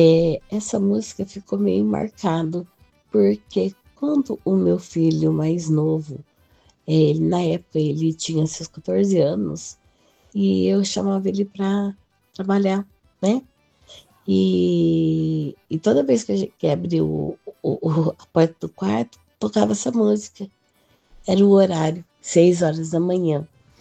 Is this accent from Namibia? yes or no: no; São Paulo, Brazil; sou do interior de São Paulo.